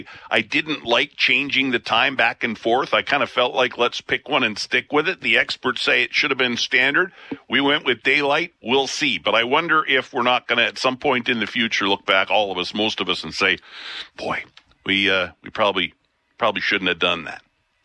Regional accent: Alberta, Canada; and I'm from Alberta originally, so I know the feeling that, you know, we're not getting the respect we deserve. I grew up

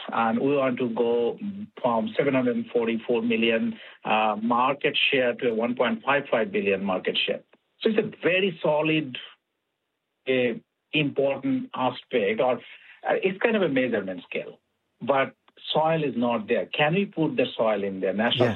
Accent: Canada; how do we connect that so that we can see, as a Canadian, we feel less stress when we buy food?

